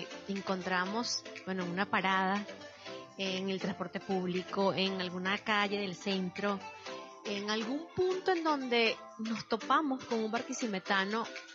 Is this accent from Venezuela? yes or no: yes; Venezuela; Es importante encontrarnos como venezolanos.